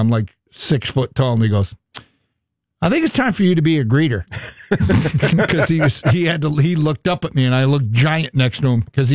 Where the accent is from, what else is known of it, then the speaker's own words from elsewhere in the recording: New York City, New York, United States; I was an altar boy growing up in St. Robert's school and church, where our family went to in Flushing.